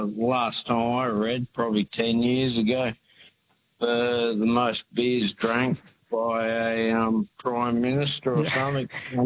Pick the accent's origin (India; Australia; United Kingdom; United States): Australia; We are Australian people, so a lot of us are that low back kind of.